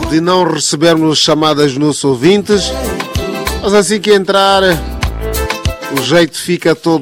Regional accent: Mozambique; eu sou moçambicano.

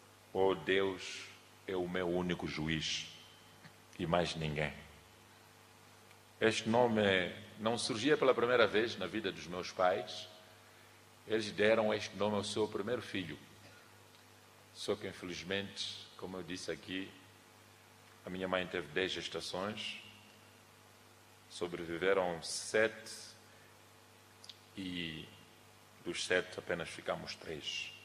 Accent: Inhaminga, Sofala, Mozambique; born there; Meu irmão mais velho, este que tinha este nome, nasceu no Dondo e eu nasci em Inhaminga, porque o meu pai trabalhava no CFM e tinha sido transferido do Dondo para Inhaminga.

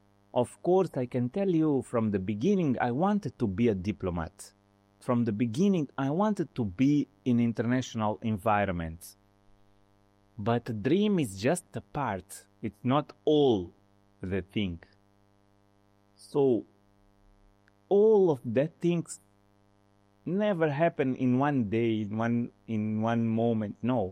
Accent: Maputo, Mozambique; moved away; also born or lived in Portugal / Russia / Italy / France; Regarding when I was growing up in Maputo City, where I born

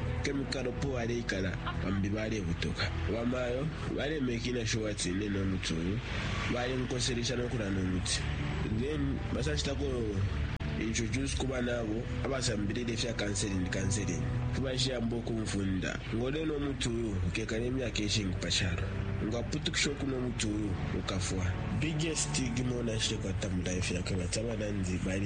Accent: Ndola, Copperbelt, Zambia; I'm 22 years old. I'm born and bred in Indola, raised by a single mother.

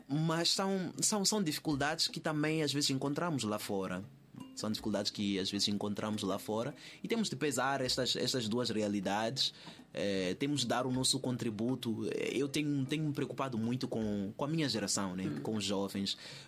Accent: Maputo, Maputo City, Mozambique; now in Portugal; Eu nasci em Maputo, cresci entre os bairros da Vela, Zona Verde, T3. Ali é a minha malta, é o meu chão. É o meu chão.

